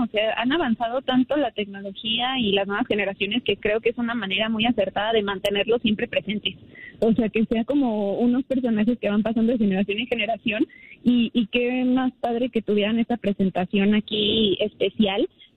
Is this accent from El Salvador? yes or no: no; Mexico